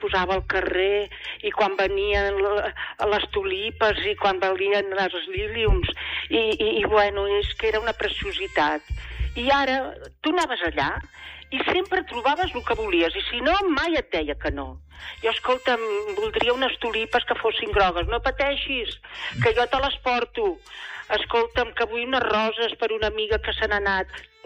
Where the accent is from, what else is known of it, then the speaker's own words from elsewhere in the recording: Premià, Catalonia, Spain; almenys els que som de Premià de tota la vida